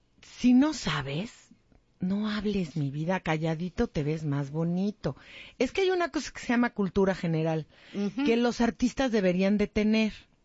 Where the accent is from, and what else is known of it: Mexico